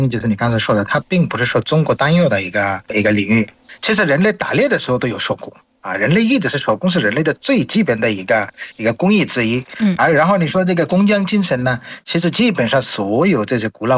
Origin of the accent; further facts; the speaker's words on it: Bangladesh; Chinese is a second language; 我是来自于孟加拉国的